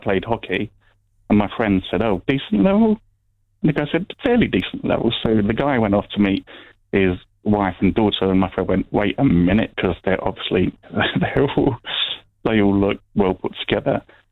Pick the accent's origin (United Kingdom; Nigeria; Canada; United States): United Kingdom; London; Well, I grew up in East London, so they knew not to start flapping their gums, to be honest.